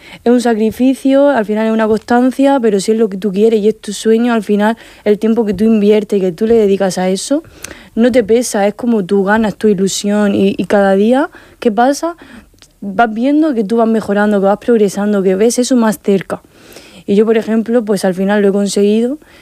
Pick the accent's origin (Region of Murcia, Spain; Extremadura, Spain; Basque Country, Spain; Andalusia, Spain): Region of Murcia, Spain; Abanilla; yo es que soy de un pueblo de Macispenda, que es una pedanía de Abanilla.